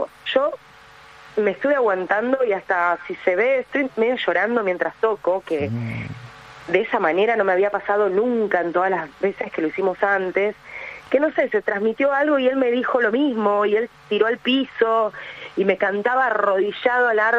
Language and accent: Spanish; Buenos Aires, Argentina; yo soy porteña, así que, bueno, nada, me gusta todo lo que es el rock.